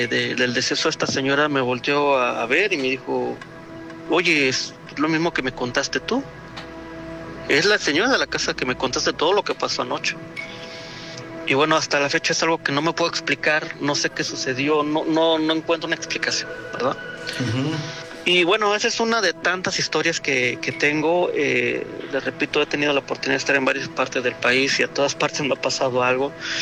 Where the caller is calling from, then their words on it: Tijuana, Baja California, Mexico; aquí está su servidor … desde la ciudad de Tijuana